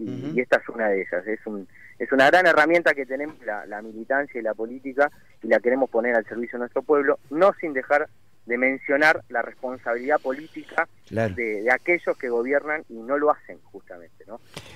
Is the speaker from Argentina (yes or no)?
yes; Buenos Aires, Argentina; somos todos ciudadanos, somos todos porteños